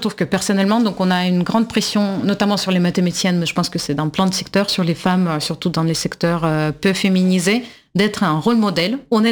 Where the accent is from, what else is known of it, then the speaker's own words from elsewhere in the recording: Russia; je suis pas géorgienne, mais je suis russe